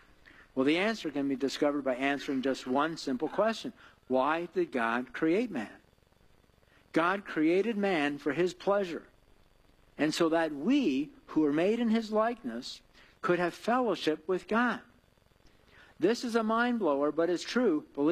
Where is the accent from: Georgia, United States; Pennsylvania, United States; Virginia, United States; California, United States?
Pennsylvania, United States; Lebanon; He said, where are you from? I said, Lebanon.